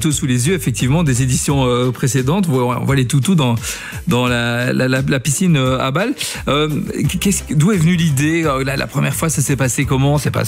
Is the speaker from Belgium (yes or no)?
yes; Belgium; chez nous en Belgique